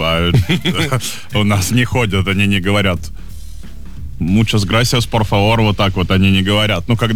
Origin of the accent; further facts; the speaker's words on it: Saint Petersburg, Russia; я же из Питера